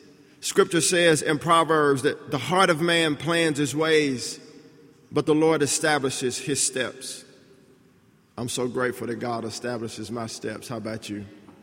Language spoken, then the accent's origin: English; Texas, United States; You know, the Cowboys could have drafted me, by the way. I'm from Texas.